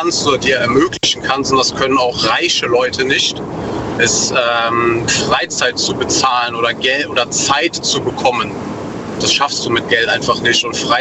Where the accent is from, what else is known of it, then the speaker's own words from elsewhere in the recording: North Rhine-Westphalia, Germany; Aus der Eifel, NRW.